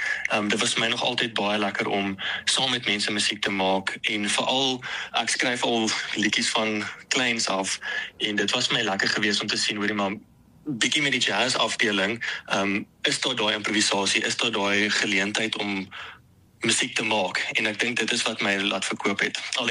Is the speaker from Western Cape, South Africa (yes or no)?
no; Pretoria, Gauteng, South Africa; Okay, so ek is gebore in Pretoria. Ek het groot geword in die Moot area en my pa was vir baie jare orrelis gewees in die kerk.